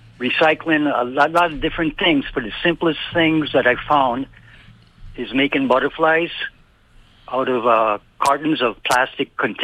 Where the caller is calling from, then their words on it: U.S. Virgin Islands; first time caller from St. Thomas.